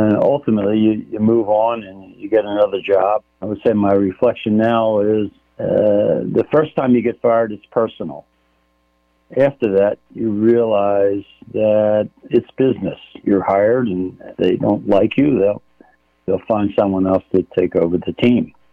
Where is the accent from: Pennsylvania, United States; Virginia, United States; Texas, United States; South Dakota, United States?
Pennsylvania, United States; Philadelphia; And we win the championship, ironically, in my hometown.